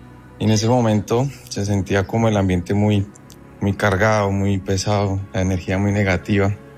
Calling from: Melgar, Tolima, Colombia; yo vivo en Melgar, Tolima

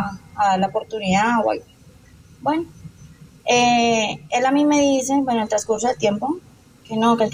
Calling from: Cali, Valle del Cauca, Colombia; De aquí de Cali.

